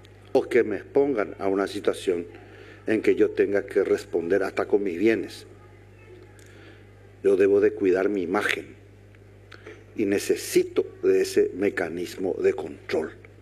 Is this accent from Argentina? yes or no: no; Paraguay; donde yo puedo expresar lo máximo de mi paraguayidad, mi representación en mi persona como cirujano paraguayo.